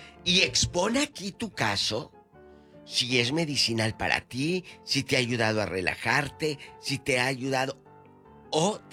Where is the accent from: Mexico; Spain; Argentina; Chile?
Mexico; Matamoros, Tamaulipas; moved away; un saludo a mi tierra, mi Matamoros querido.